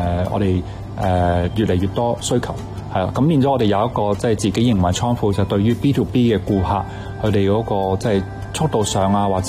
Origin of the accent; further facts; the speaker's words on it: Hong Kong; 我哋香港人啦，都其實都好有效率啦